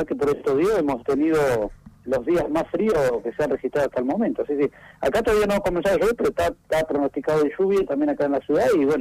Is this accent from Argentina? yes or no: yes; Argentina; Yo me crié de chico estuve en la calle Albarracín y Juan B. Justo.